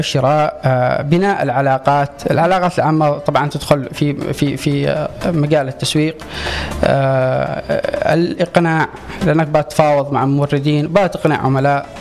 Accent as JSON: {"language": "Arabic", "region": "Aden", "country": "Yemen", "said": "عندنا في عدن أو في اليمن بشكل عام"}